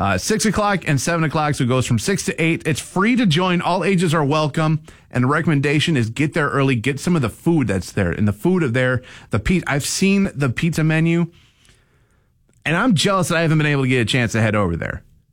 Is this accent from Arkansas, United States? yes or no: no; Taylor, Michigan, United States; I grew up in the Downriver area and in Taylor.